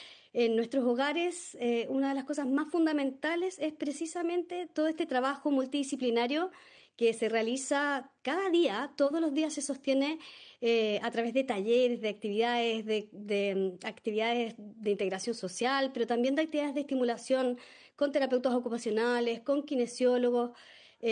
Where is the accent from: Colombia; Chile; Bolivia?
Chile